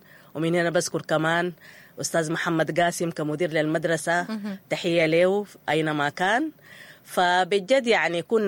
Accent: Khartoum, Sudan; moved away; فقدت تحيات جيراني في شرق النيل.

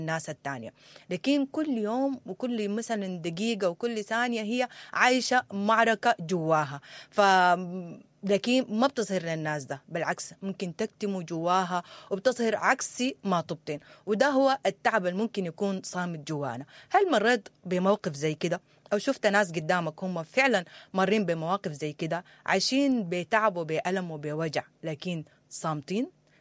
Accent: Sudan; خاصة إحنا كسودانيين معروفين بالأمثال الكثيرة

